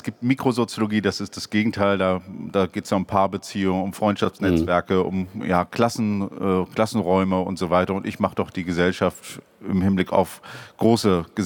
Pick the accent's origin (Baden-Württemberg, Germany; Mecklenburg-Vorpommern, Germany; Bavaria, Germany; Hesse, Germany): Mecklenburg-Vorpommern, Germany; Rostock; Auch viele Leute kommen aus dem Plattenbaugebiet, wo ich herkomme.